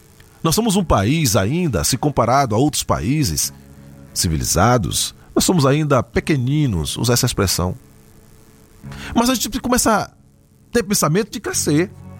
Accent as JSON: {"language": "Portuguese", "country": "Brazil", "said": "nós somos brasileiros"}